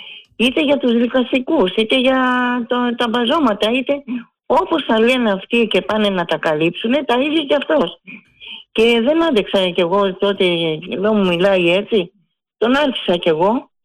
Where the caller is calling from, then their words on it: Nea Smyrni, Attica, Greece; είμαι από Νέα Σμύρνη.